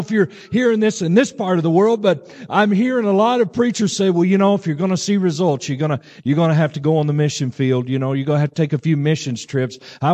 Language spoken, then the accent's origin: English; Arkansas, United States; our little Assembly of God church that I grew up in down in Arkansas.